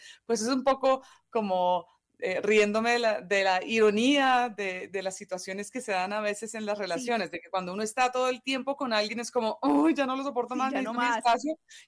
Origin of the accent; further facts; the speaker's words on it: Colombia; also born or lived in Ireland; now in Bogotá, Colombia; si bien nací en Irlanda y pues vengo de padres europeos, mamá inglesa y papá irlandés, yo llegué a Colombia cuando tenía apenas 2 años de edad. Entonces, claro, Realmente toda mi vida, todo mi entorno siempre ha sido colombiano